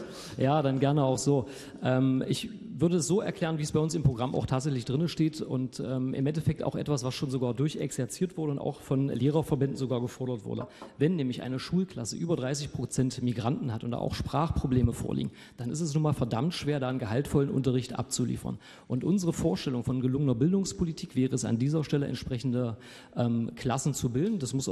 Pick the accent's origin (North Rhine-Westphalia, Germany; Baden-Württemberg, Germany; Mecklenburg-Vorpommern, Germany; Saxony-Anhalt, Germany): Saxony-Anhalt, Germany; Ich komme ja aus dem Jerichoer Land